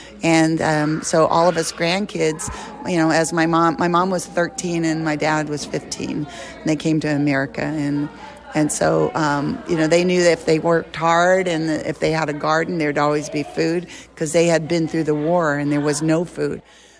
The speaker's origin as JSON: {"language": "English", "town": "Barstow", "region": "California", "country": "United States", "tie": "born or raised there", "accent": "New York", "said": "So that's where we landed, and that's where I grew up, in Barstow."}